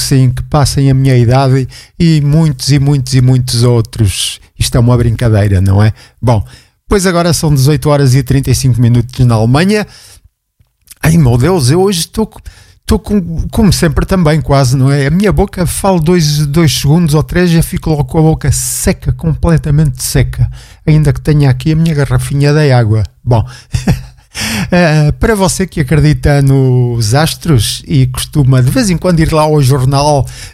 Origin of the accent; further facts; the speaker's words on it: Portugal; now in Germany; meu sotaque, quando falo alemão, tem muito um sotaque de que dá a entender que é francês. E perguntam-me se eu sou francês. E eu respondo, não, sou portuguese. É português.